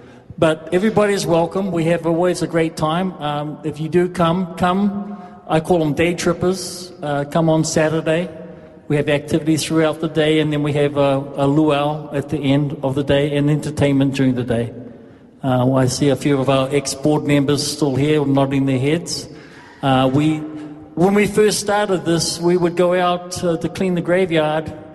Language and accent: English; New Zealand; I'm a New Zealander